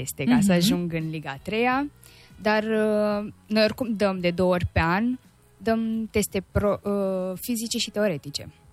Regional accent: Bucharest, Romania; Sunt, eu nu, sunt din București.

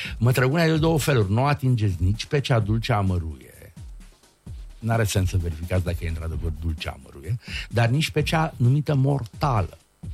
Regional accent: Bărăgan, Romania; dar sunt din Bărăgan.

